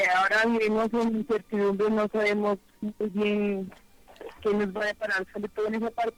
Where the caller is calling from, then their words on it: Bogotá, Colombia; Estoy en Bogotá, aquí en Colombia.